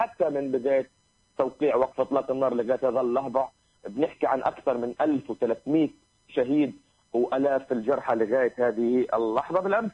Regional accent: Palestine; إحنا كفلسطينيين

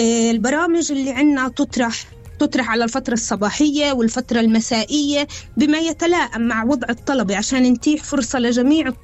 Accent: Palestine; الظروف الراهنه عندنا بفلسطين

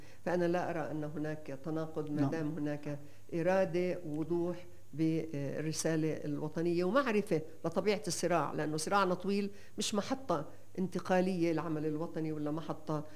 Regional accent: Nablus, West Bank, Palestine; also born or lived in Haifa; إحنا من نابلس بس هجرنا من حيفا لنابلس

